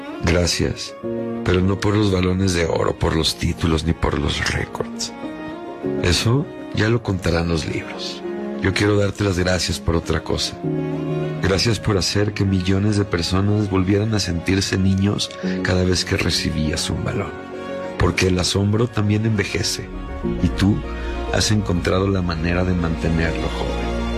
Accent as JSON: {"language": "Spanish", "country": "Mexico", "said": "soy mexicano, bien mexicano"}